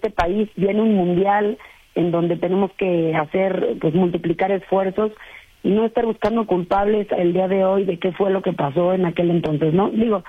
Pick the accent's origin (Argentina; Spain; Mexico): Mexico; Yo me considero una mexicana, ¿no?